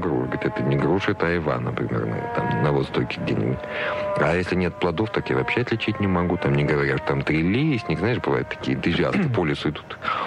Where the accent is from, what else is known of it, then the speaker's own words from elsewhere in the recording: Moscow, Russia; Ну, я же россиянин, в принципе, живу в Москве.